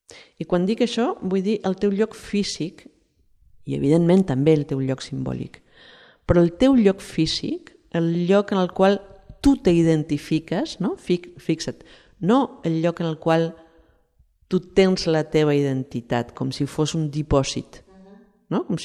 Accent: Catalonia, Spain; also born or lived in Argentina; Però jo sóc catalana, i jo sóc catalana estigui on estigui, tot i que he nascut a l'Argentina

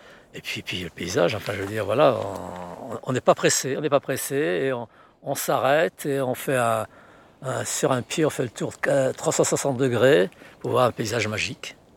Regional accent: Pyrenees, France; Je suis né dans les Pyrénées, j'ai skié trois fois par semaine dans les Pyrénées pendant 15 ans.

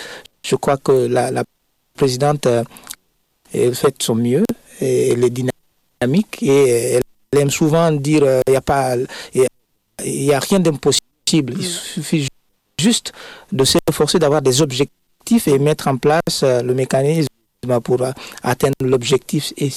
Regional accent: Guinea; moved away; en tant que Guinéen

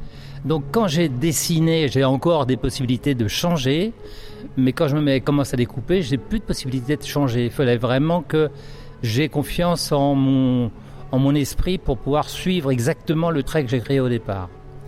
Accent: Castillon-du-Gard, Occitanie, France; Alors, je viens de Castillon-du-Gard, juste à côté du pont du Gard, mais vraiment à côté.

